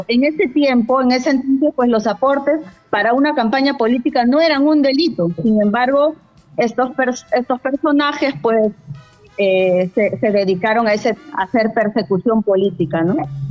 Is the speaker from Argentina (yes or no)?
no; Lima, Peru; Yo soy de Lima, San Juan del Urigancho